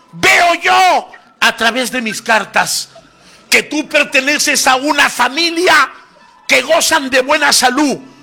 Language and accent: Spanish; Veracruz, Mexico; now in Tacna, Peru; pertenecemos a Veracruz, que es capital del curanderismo mexicano.